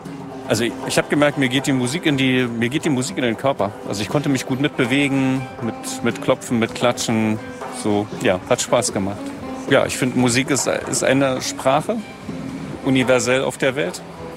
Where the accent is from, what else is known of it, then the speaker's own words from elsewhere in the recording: East Germany, Germany; ich komme aus Ostdeutschland